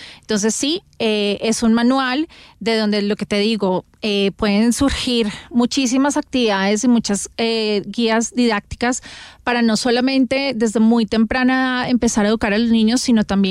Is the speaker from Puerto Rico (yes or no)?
no; Colombia; moved away; devolverle a la tierrita, a mi tierrita